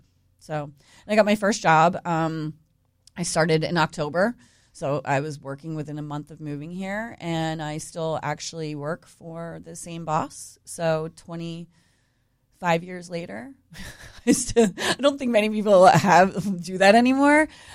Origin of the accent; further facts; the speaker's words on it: Pennsylvania, United States; also born or lived in Philadelphia; I was born in Philly, Northeast Philly. And I moved to out of Philadelphia like when I was four. I think it was four. We went to the suburbs. So not too far. Just on the other side of the line. And I grew up in my great-grandmother's house.